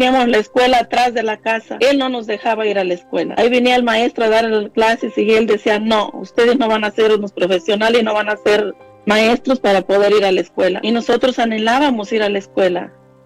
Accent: Guerrero, Mexico; Soy del estado de Guerrero, y allá de un ranchito llamado San José, donde conviví con mi familia, con mamá y papá y mis hermanos. Somos 10 hermanos

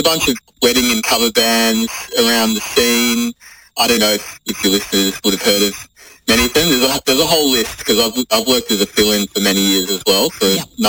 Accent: Melbourne, Victoria, Australia; I am from Melbourne, yep.

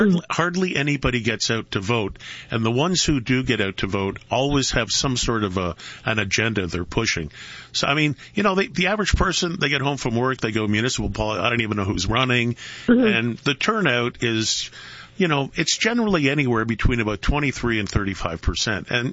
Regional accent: Toronto, Ontario, Canada; I'm from Toronto. I could never live in Toronto again.

